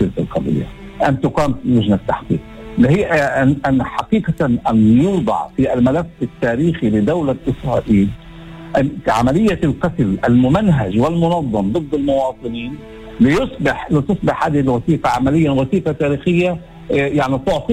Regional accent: Palestine; يعني انا فلسطيني ولكن كذلك مواطن في دولة

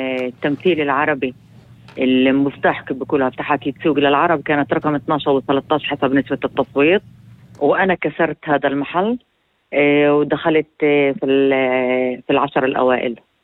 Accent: Jatt, Haifa District, Israel; also born or lived in Acre

